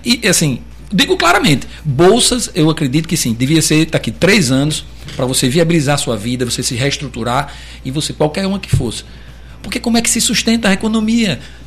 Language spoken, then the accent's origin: Portuguese; Natal, Rio Grande do Norte, Brazil; dentro do bairro que eu nasci, que eu me riquei, que é a Cidade da Esperança, a casa onde eu nasci